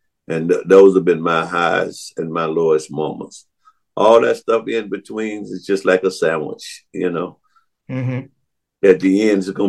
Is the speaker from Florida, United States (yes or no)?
yes; Florida, United States; when I was growing up in Florida